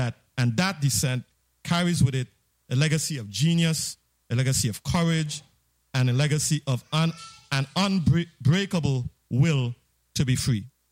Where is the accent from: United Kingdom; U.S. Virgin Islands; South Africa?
U.S. Virgin Islands; we here in the Virgin Islands